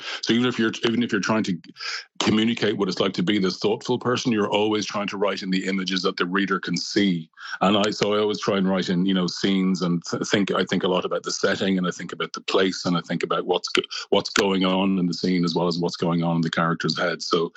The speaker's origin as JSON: {"language": "English", "town": "Dublin", "region": "Leinster", "country": "Ireland", "accent": "Dublin", "moved": "yes", "lives_now": "Glasgow, United Kingdom", "said": "I'm talking to you from Glasgow today, where I work at a university, the University of Strathclyde. But my accent is very much from Dublin, and I imagine that I'm culturally Irish still."}